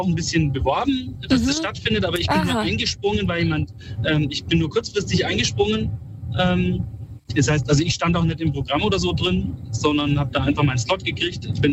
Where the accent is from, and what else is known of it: Bayreuth, Bavaria, Germany; born or raised there